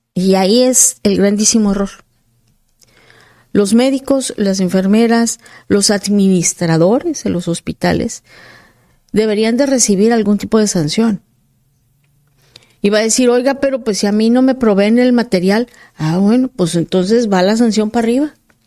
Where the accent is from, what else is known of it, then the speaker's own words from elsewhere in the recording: Yucatán, Mexico; bien quesos allá en Yucatán